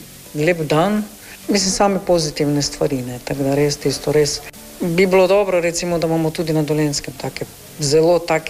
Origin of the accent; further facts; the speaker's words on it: Bela krajina, Slovenia; Recimo sem pač iz Bele krajine, ne?